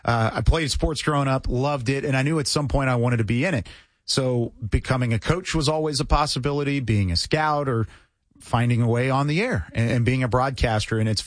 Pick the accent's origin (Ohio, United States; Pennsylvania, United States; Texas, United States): Texas, United States; Waco; I grew up in Waco, Texas, so just about 2 hours south of Dallas, and was born and raised there. Came from a family with little money, but a lot of dreams.